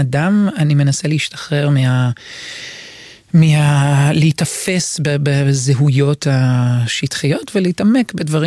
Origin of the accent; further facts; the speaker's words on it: Jerusalem, Jerusalem District, Israel; מירושלים.